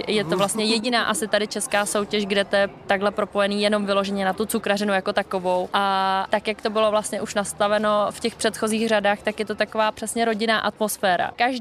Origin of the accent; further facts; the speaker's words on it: Třemošnice, Pardubice Region, Czechia; now in Karlovy Vary Region, Czechia; Já jsem původem z Třemošnice, což je kousek od Sečské přehrady.